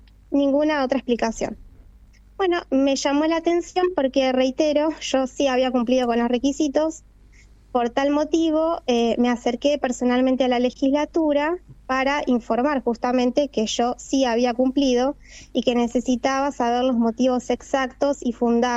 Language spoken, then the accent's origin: Spanish; Río Grande, Tierra del Fuego, Argentina; now in Ushuaia, Argentina; Sí, yo toda la vida viví en la isla, en Río Grande particularmente. Recién este año estoy en Ushuaia, pero toda la vida.